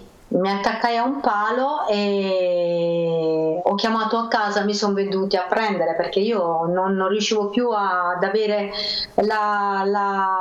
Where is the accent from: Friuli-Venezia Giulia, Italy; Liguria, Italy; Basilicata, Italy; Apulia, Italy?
Apulia, Italy; sempre da sola perché giustamente essendo pugliese io mi devo spostare, fare i viaggi della speranza, come diciamo noi.